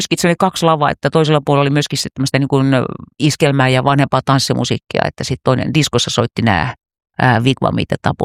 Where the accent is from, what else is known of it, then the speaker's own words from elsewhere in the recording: Juva, South Savo, Finland; mä oon ollut Juvalla, mistä mä olen kotoisin